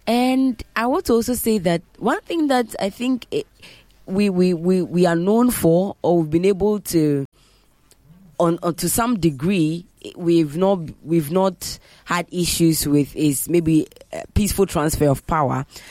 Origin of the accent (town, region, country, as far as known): Ghana